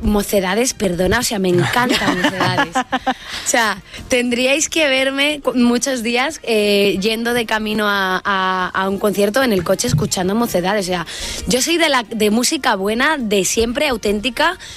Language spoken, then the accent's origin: Spanish; Castile and León, Spain; Mi pueblo está en Beganzones.